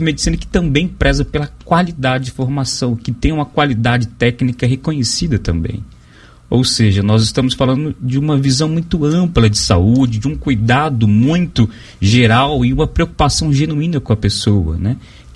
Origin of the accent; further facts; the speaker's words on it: Minas Gerais, Brazil; now in Pato Branco, Brazil; para alguém que é de fora, eu sou do Sudeste, eu sou de Minas Gerais